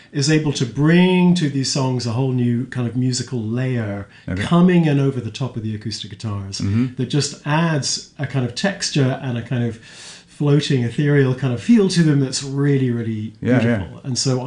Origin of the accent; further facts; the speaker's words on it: Canada; born there; Can I just drop in here that I was actually born in Canada? I'm Canadian by birth.